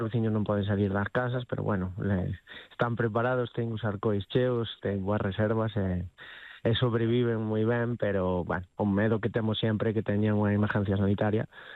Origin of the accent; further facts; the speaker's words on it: Ourense, Galicia, Spain; born there; now in Madrid, Spain; Eu nací en Ourense, críeme durante moitos días do ano aquí, pero no, a miña residencia teño en Madrid.